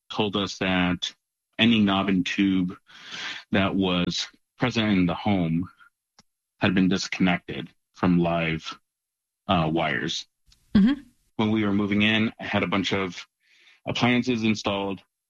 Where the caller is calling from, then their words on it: Milwaukee, Wisconsin, United States; I'm calling from Milwaukee, Wisconsin.